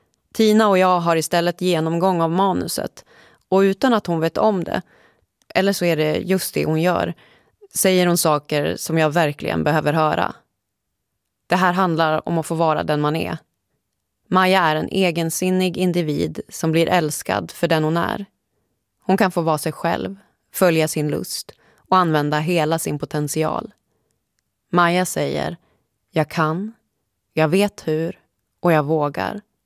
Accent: Gävle, Gävleborg County, Sweden; Jag har ingen fast punkt och jag har haft så lite tid till att underhålla mina relationer hemma i Gävle. Efter flera år på vift känner jag mig mer som en främling eller en gäst på den plats jag borde kalla hem.

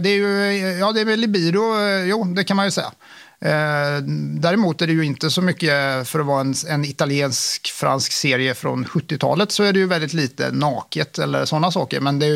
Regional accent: Mönsterås, Kalmar County, Sweden; Jag är uppvuxen i Mönsterås, liten ort norr om Kalmar.

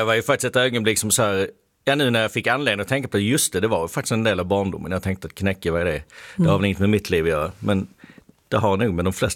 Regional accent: Skåne, Sweden; Jag kommer från Skåne, så det är egentligen inte knäckeland så, men hela Sverige är ju faktiskt ett knäckeland via våra skolmatsalar

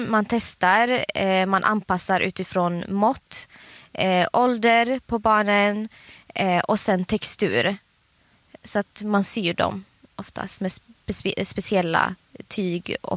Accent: Eritrea; now in Sweden

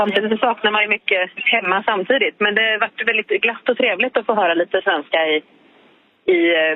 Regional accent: Sweden; moved away; jag var också ensam svensk på den arbetsplatsen så att vi pratade inte så särskilt mycket svenska där.

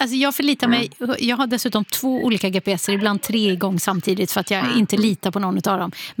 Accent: Borås, Västra Götaland County, Sweden; Jag är från Borås.

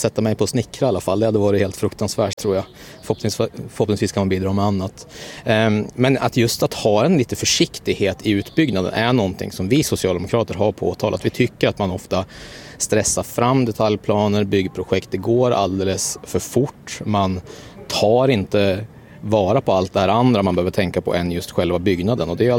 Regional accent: Norrland, Sweden; now in Burlöv, Sweden; jag som inflyttad norrlänning, det går alltid att dra lite på munnen åt snöröjning i Skåne så. Men där skickar man inte ut folk på cyklar i januari, det gör vi här i Burlöv.

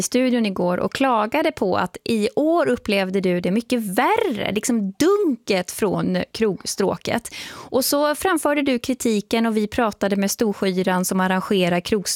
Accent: Småland, Sweden; Inte lätt det här för en smålänning.

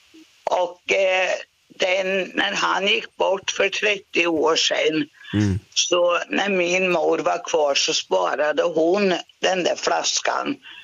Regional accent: Östergötland, Sweden; Jag är från Tåkern, okay. Omberg.

